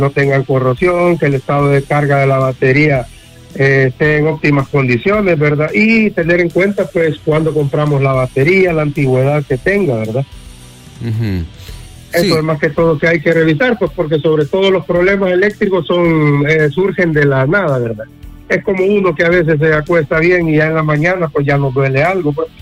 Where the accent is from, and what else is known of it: El Salvador